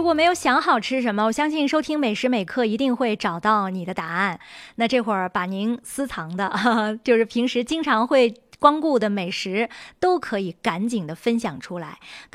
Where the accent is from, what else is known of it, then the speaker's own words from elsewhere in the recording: Xinjiang, China; 咱们新疆人喜欢抓饭